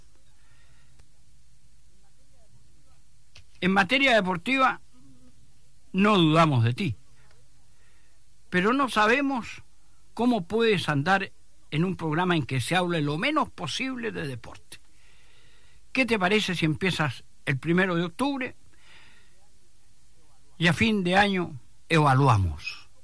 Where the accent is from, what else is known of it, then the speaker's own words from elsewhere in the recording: Chile; Enamorado de mi tierra, Chile